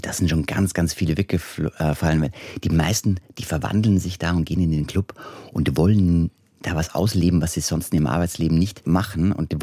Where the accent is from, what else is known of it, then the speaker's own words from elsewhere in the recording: Austria; now in Berlin, Germany; also ich komme aus Österreich, also aus einer patriarchal geprägten, ne, christsozialen Welt